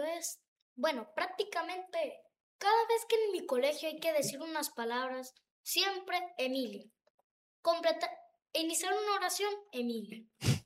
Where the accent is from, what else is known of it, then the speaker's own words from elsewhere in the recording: San Juan del Cesar, La Guajira, Colombia; born there; tengo 9 años y orgullosamente nací en San Juan del Cesar, La Guajira.